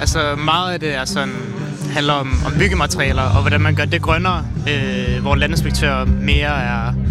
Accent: Holbæk, Zealand, Denmark; now in Aalborg, Denmark; Jeg bor i Aalborg, men jeg er oprindelig fra Holbæk på Sjælland.

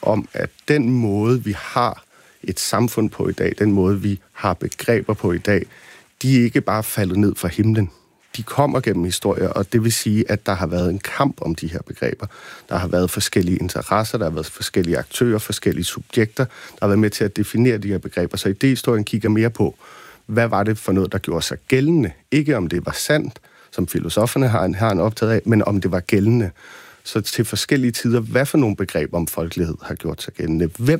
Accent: Copenhagen, Capital Region of Denmark, Denmark; Og nu er jeg jo selv fra København, født og opvokset.

